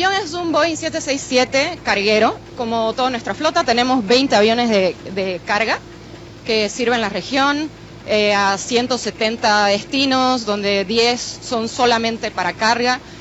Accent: Santa Cruz de la Sierra, Santa Cruz, Bolivia; moved away as an adult; yo soy cruceña, vivo fuera de Bolivia hace unos años, pero llegar ahora en el vuelo inaugural a mi tierra es un orgullo.

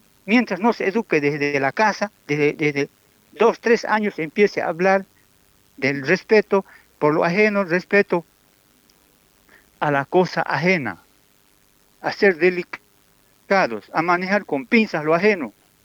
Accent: Tarija, Bolivia; Yo reclamo lo de Tarija porque soy chapaco, soy tarijeño.

